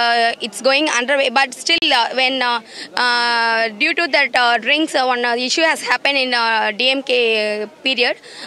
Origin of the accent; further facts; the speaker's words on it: Velayudham Palayam, Tamil Nadu, India; I am coming from Velayudham Palayam.